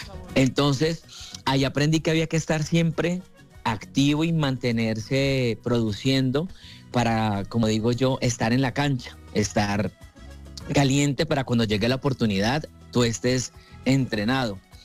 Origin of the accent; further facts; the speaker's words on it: Cali, Valle del Cauca, Colombia; moved away as an adult; also born or lived in Argentina; now in Bogotá, Colombia; Yo soy caleño, ahora vivo en Bogotá.